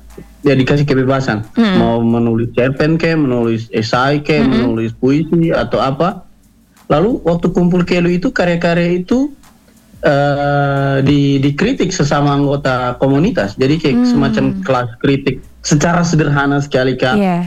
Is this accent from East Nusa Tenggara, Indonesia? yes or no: yes; East Nusa Tenggara, Indonesia; kami membawa cerita dari Ponu, dari kampung kami.